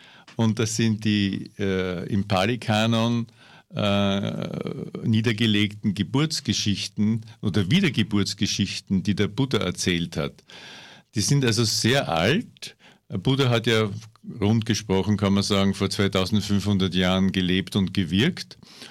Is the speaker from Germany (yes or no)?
no; Vienna, Austria; moved away as an adult; now in Upper Austria, Austria; dann Mitte der 80er habe ich noch in Wien gewohnt, ich bin Wiener